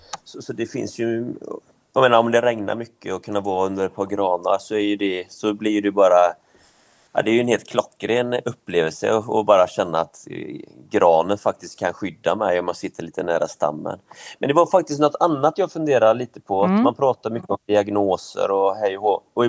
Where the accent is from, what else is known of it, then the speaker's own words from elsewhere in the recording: Västra Götaland County, Sweden; moved away; Jag är ju född på nu utanför Göteborg.